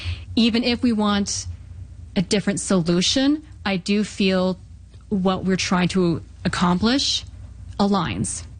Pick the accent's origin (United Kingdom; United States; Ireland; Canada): Canada; I feel like that goes against a core value of being Canadian. We're so diverse